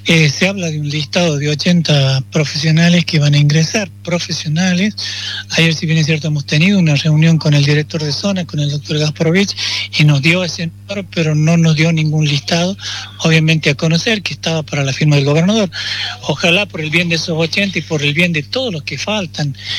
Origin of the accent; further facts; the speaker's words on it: La Rioja, Argentina; como riojano que soy, porque soy riojano